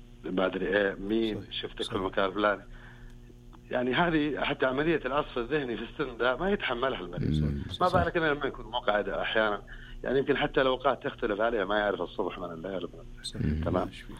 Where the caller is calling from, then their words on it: Bisha, Asir, Saudi Arabia; والله طال عمرك من بيشة.